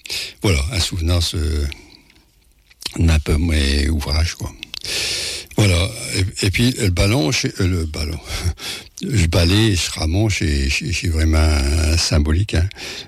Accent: Paris, Île-de-France, France

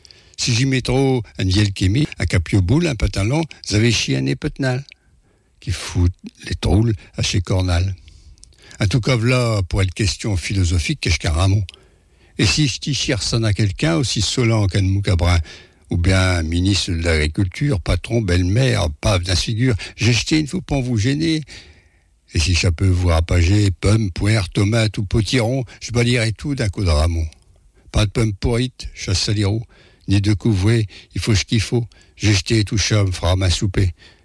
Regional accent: Paris, Île-de-France, France; et là je ne viens pas des Amériques, je viens plutôt de Paris

